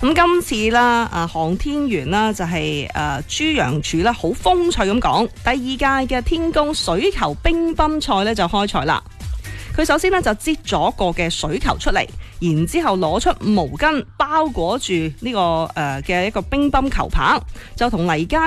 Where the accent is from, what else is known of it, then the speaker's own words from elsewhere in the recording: Foshan, Guangdong, China; first language Cantonese; 咁而作为佛山人呢